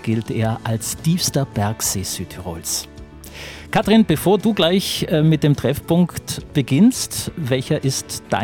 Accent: Eppan, Trentino-Alto Adige, Italy; Mein persönlicher Favorit liegt im Überetsch in meiner Heimatgemeinde Eppern.

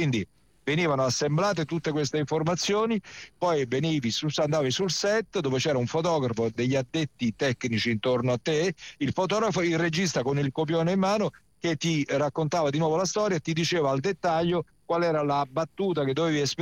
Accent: Castellammare di Stabia, Campania, Italy; born there; Ho citato Annibale Ruccello perché io sono nato a Château-sur-la-Mer, a Castellammare di Stabia.

